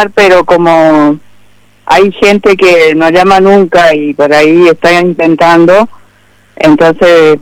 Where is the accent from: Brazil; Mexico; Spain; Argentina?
Argentina; Corrientes